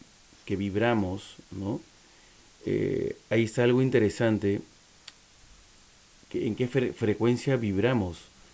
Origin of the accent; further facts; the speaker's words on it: Peru; pasa eso en mi país con los defensores, digo entre comillas, de lo autóctono, ¿no? Porque todo se nutre de todo. O sea, si hablamos, por ejemplo, de música criolla peruana o vals peruano